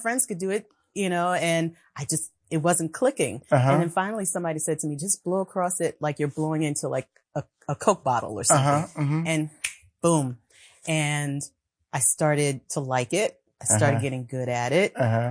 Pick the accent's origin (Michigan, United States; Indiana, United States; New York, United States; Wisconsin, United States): New York, United States; Mount Vernon; there was a parade that went through the town where I grew up. I grew up in Mount Vernon, New York.